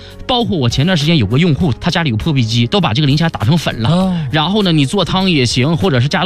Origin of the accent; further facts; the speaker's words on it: Dalian, Liaoning, China; accent: Dalian dialect; 包完之后用我们大连话说是流线流线的